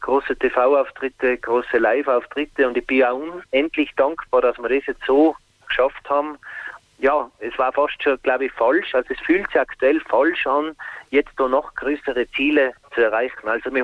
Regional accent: Tyrol, Austria; Also wir sind auf die Berge herum aufgewachsen, 1840 Meter.

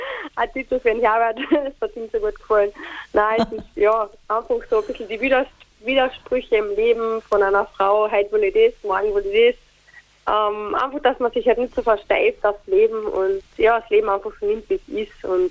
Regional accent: Carinthia, Austria; Es kommen gerade einige Auftritte in meiner Heimat, in Kärnten und generell in Österreich.

